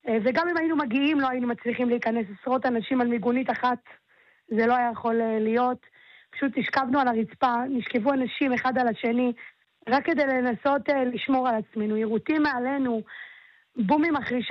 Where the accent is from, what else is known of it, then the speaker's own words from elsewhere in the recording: Nahariya, Northern District, Israel; אני לא מתכוונת לעזוב את נהריה ואני לא אעזוב את נהריה. נהריה עיר יפהפייה וטובה, גדלתי פה ואני מגדלת את הילדים.